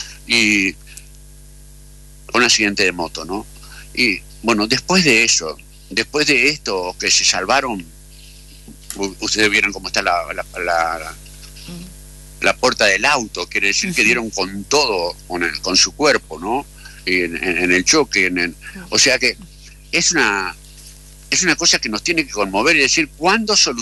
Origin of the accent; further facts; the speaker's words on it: Entre Ríos, Argentina; Nosotros en Entre Ríos, en Vitoria y en otras ciudades